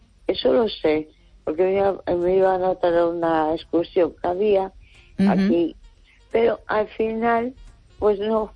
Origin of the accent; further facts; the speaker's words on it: A Coruña, Galicia, Spain; Hola, buenas noches. Soy … de Coruña.